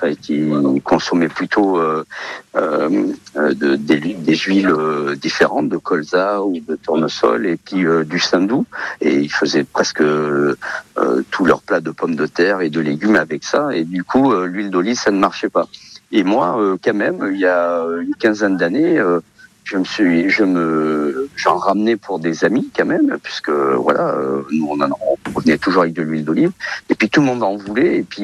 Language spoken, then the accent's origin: French; Nexon, Nouvelle-Aquitaine, France; born there; also born or lived in Tábua, Portugal